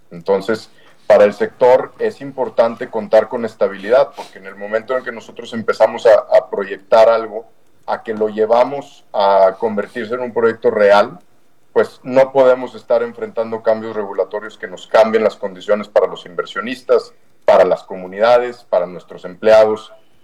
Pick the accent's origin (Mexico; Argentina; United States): Mexico; somos los mexicanos